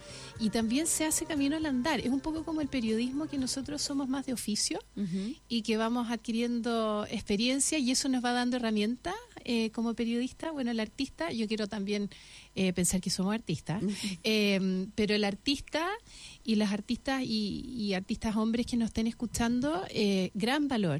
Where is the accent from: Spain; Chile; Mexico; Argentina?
Chile; Pero chilena, pero chilena de corotos.